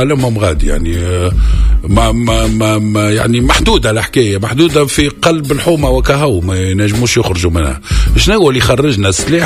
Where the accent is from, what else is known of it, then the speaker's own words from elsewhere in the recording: Tunis, Tunis Governorate, Tunisia; حومتي القديمة